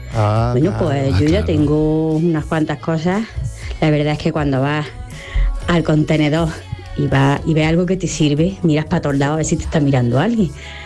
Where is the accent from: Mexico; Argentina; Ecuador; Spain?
Spain; Úbeda, Andalusia; de Úbeda, tengo un estudio de fotografía.